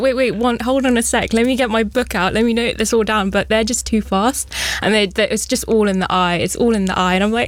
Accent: London, United Kingdom; I would say I'm very fortunate because I grew up in London and every door, like every street, there's a Thummel shop.

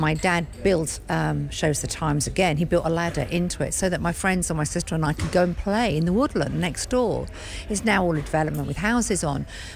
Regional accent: Kent, South East England, United Kingdom; I come from Kent

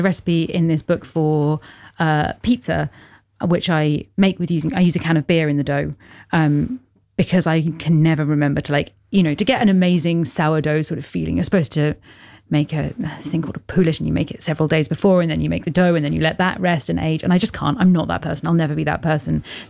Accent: London, United Kingdom; I was born in London, like London is my home and I feel very strongly that, you know, everywhere I've lived in London, I've lived in a lot of places, as probably most Londoners have, the kind of shuttle from rental flat to rental flat

